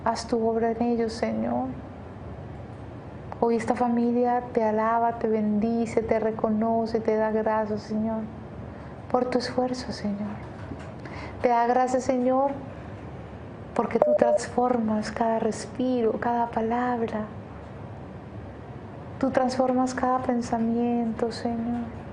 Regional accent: Cali, Valle del Cauca, Colombia; Yo soy caleña también

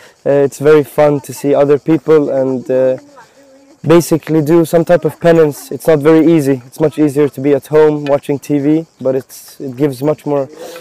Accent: Sweden; I'm 24 years old and I'm a pilgrim from Sweden.

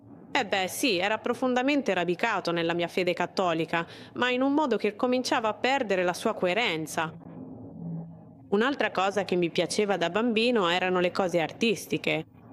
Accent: Colombia; Italian is a second language; innanzitutto sono colombiana.

